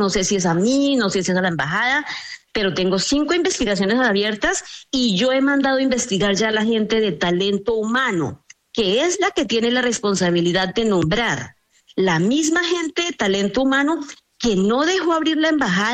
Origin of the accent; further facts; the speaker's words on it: Colombia; moved away; yo no soy una persona que tenía una actividad política en Colombia, porque salí hace 40 años de Colombia